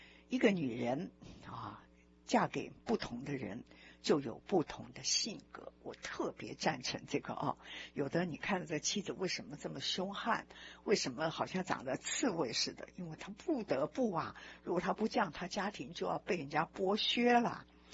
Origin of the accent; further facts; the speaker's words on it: Taiwan; now in United States; 就像我讲，我来自台湾，我觉得如果台湾很好的话，我讲出去，我觉得我很光荣啊。